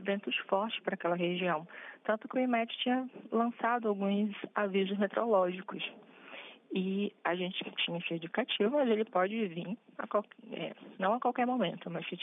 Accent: Pará, Brazil; now in Brasília, Brazil; eu sou do Pará.

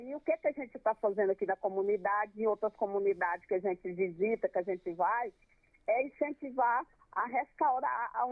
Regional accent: Cerrado, Brazil; a gente que somos do Cerrado, que somos povos do Cerrado

